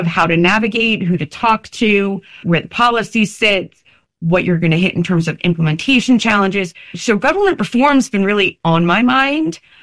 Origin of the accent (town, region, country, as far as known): New Jersey, United States; born or raised there